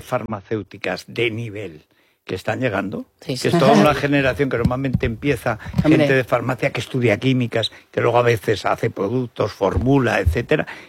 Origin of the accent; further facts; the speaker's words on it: Bronchales, Aragon, Spain; en mi pueblo está el Pinar de las Fuentes. El pueblo de la Bronchales es el agua de Bronchales.